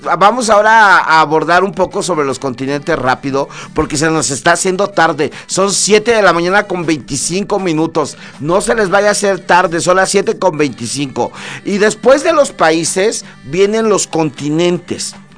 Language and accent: Spanish; Mexico; somos los mexicanos